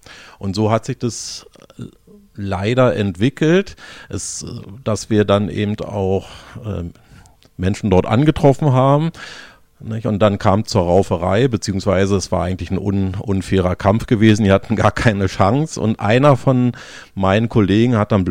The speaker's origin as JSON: {"language": "German", "region": "Berlin", "country": "Germany", "said": "Und wir als Berliner in unserer Stadt, Anhänger des Berliner Fußballclubs Dynamo"}